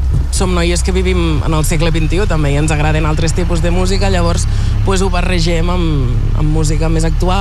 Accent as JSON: {"language": "Catalan", "region": "Catalonia", "country": "Spain", "said": "som tres noies de Ponent, de la nostra terra"}